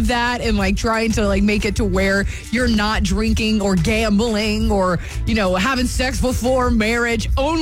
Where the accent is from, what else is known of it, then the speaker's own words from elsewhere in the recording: Huntsville, Alabama, United States; moved away; I'm from Huntsville, Alabama